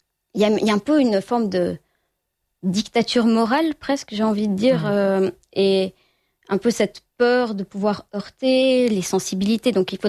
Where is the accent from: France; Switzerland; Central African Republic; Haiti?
Switzerland; je suis de Suisse